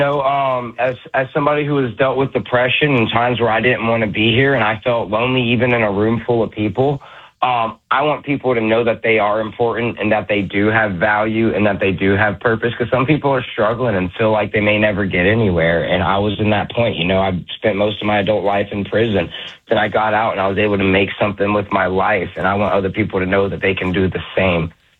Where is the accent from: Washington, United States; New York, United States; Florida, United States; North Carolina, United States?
Florida, United States; Jacksonville; So I'm from the Jacksonville, Florida area.